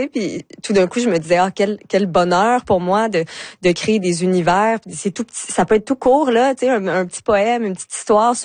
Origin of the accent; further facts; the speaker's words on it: Deux-Montagnes, Quebec, Canada; Mais en fait, quand je dis que je viens de Deux-Montagnes